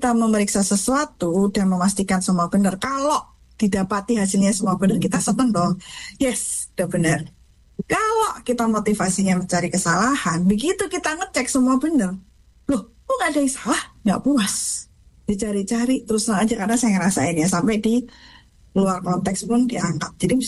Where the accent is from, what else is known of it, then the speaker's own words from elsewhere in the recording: Java, Indonesia; Kalau mungkin saya orang Jawa di situ kaget gitu ya